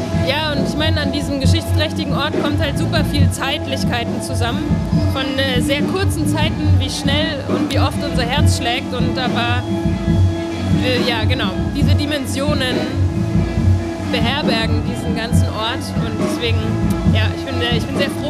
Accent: Erlangen, Bavaria, Germany; Ja, ich bin auch aus Franken.

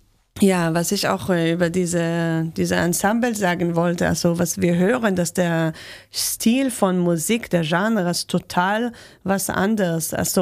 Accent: near Tel Aviv, Israel; German is a second language; Das ist auf jeden Fall, wo ich aufgewachsen bin. Es ist eine Stadt in der Nähe von Tel Aviv

